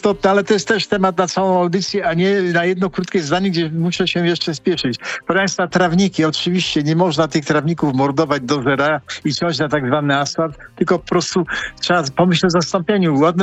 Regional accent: Greater Poland Voivodeship, Poland; jestem wielkopolaninem.

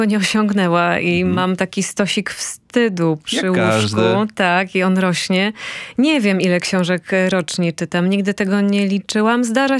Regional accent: Mrągowo, Warmian-Masurian Voivodeship, Poland; A ja się wychowałam w polskiej stolicy country.

